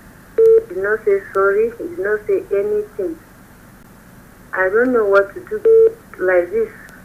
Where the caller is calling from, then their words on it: Nigeria; from Tudunwada.